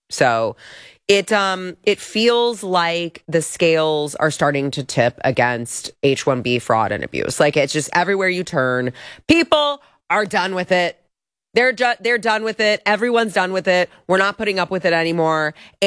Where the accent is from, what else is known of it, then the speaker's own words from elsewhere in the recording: Texas, United States; I've done a lot of work exposing H-1B visa abuse and fraud in my home state of Texas.